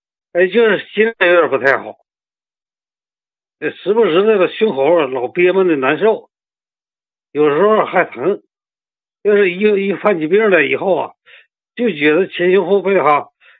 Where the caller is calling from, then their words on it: Beijing, China; 我是北京朝阳区的一个患者吧，